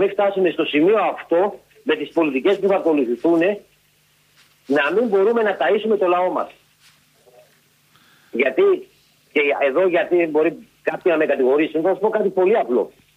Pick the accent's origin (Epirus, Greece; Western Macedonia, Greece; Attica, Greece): Western Macedonia, Greece; Antigonos